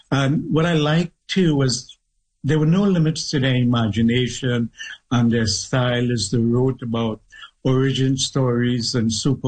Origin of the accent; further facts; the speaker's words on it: South Trinidad, Trinidad & Tobago; I grew up in South Trinidad in a little village called Tablad, and there was an extended, I grew up in a house with an extended family